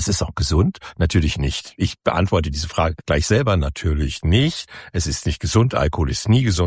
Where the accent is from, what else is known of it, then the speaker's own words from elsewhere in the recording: Munich, Bavaria, Germany; wo ich als Münchner ja manchmal hinfahre